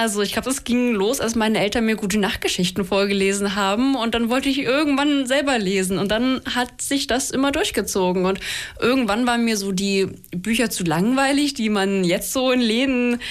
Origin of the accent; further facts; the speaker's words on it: Saxony, Germany; Ich komme gebürtig auch hier aus der Westlausitz direkt. Also ich war schon immer hier und bin jetzt auch hier geblieben.